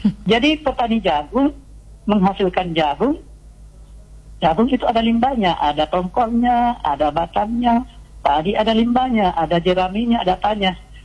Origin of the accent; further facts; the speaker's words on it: Bone, South Sulawesi, Indonesia; Saya karena orang Bone, saya boleh menunjuk daerah saya di Bone.